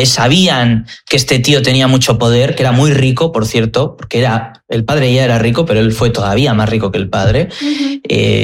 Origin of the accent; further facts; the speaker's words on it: Spain; por ser españoles